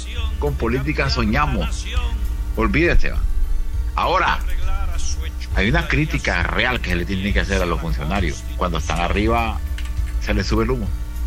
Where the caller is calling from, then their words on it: Honduras; yo como hondureño